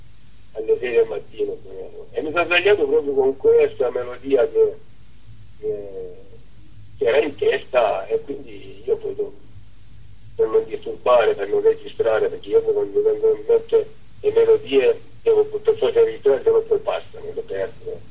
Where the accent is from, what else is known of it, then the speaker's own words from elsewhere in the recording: Apulia, Italy; moved away; Io sono originario di Leviano, un piccolo paesino nella provincia di Lecce